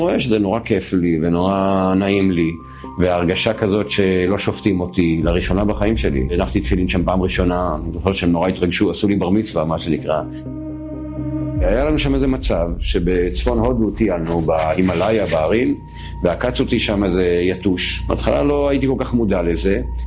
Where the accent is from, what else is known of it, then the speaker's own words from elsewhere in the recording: Kfar Ruppin, Northern District, Israel; אני גדלתי בקיבוץ כפר רופין, קיבוץ חילוני